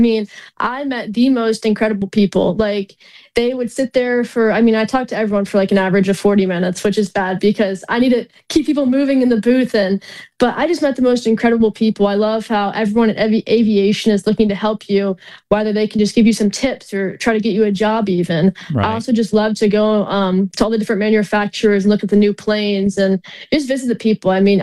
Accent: Bardstown, Kentucky, United States; moved away as an adult; now in Melbourne, Florida, United States; I go to school in Melbourne, Florida, but I'm actually from Bardstown, Kentucky. So the bourbon capital of the world.

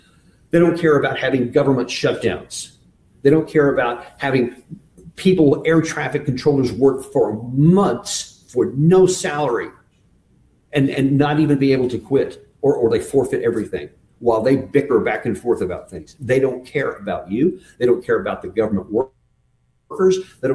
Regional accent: United States; as an American, somebody who loves this country

